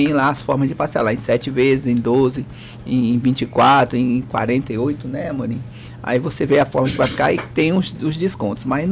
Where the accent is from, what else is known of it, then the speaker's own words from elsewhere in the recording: Eunápolis, Bahia, Brazil; born there; also born or lived in Itabuna; meu pai morou aqui em Eunápolis, foi embora em 81 pra assumir o Itabuna Esporte Clube e eu fui junto e depois retornei pra Eunápolis. Eu tenho uma mistura de Itabuna com Eunápolis.